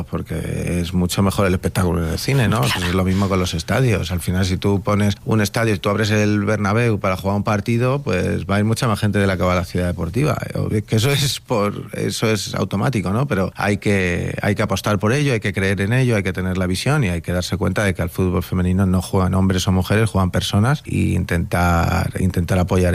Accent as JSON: {"language": "Spanish", "country": "Spain", "said": "Así que la verdad que yo siempre soy muy español, pero ya estoy un poco también globalizado, pero siempre sí, siempre muy orgulloso de mi país, de mis raíces, de donde soy"}